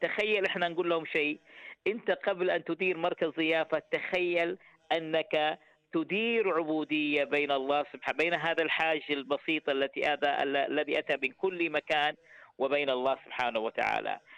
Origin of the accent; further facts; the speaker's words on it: Saudi Arabia; نتشرف جميعا كسعوديين